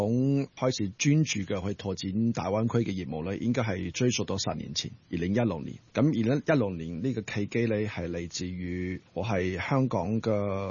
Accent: Taiwan; now in Hong Kong; 一开始其实爹哋妈咪都俾咗我好大嘅空间做选择，留翻喺台湾省或者过嚟香港。咁我自己就希望见识多啲出边嘅机遇啦，所以我就选择嚟香港。

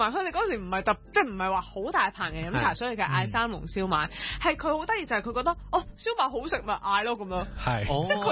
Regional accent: Hong Kong; 我哋香港人即係中國人啊嘛，出街食飯一定係飲茶，

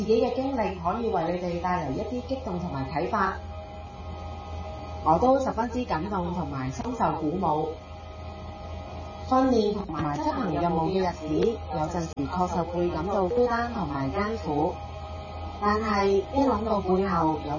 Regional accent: Hong Kong; 而身为香港人，

